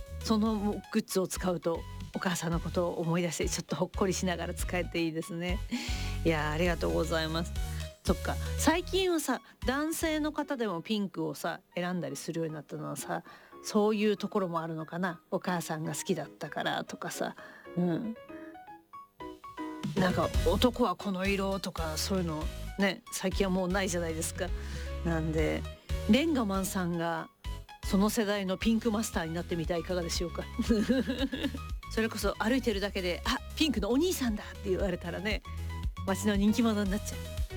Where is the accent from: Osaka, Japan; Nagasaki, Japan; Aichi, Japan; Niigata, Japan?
Niigata, Japan; ご当地〇〇で生まれて新潟で育った … がまた戻ってまいりました。